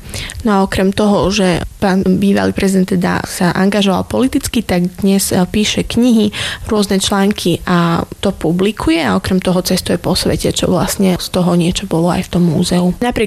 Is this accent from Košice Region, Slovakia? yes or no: yes; Košice, Košice Region, Slovakia; pochádzam z Košíc, aj keď moje korene siahajú do Medzeva, takže tiež mám nejaké tie karpato-nemecké korene.